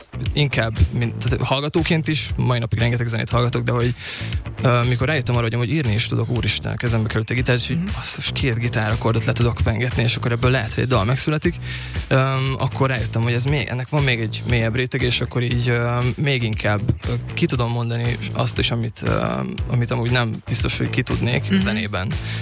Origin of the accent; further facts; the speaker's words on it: Nyíregyháza, Szabolcs-Szatmár-Bereg, Hungary; Igen, nyíregyházi vagyok, és innen is üdvözlök mindenkit Nyíregyházán, kis családot, és Kálusomjénben is nagymamámat, és Nyíregyházán is nagymamámat, puszi nektek. Igen, ott születtem, és ott is nőttem fel